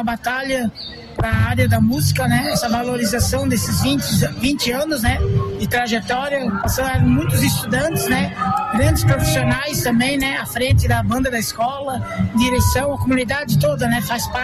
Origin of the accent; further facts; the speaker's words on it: Indaial, Santa Catarina, Brazil; eu sou natural de Indaial